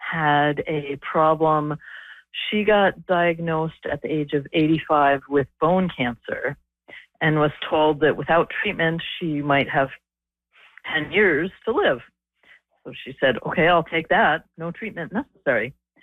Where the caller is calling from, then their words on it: Halifax, Nova Scotia, Canada; I'm calling from Halifax, Nova Scotia.